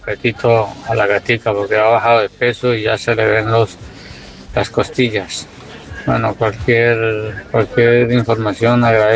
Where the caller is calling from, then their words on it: Barcelona, Catalonia, Spain; de Barcelona.